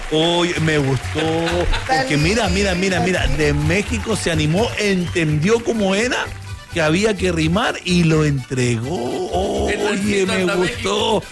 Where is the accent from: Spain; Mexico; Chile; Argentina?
Chile; Así somos los chilenos.